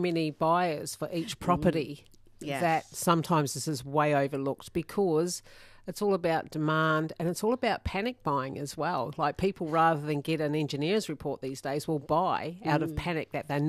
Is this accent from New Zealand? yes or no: yes; New Zealand; accent: Kiwi; I'm originally from New Zealand and we have FaceTime now, so I speak to home often, which means quite often I get this Kiwi accent back again.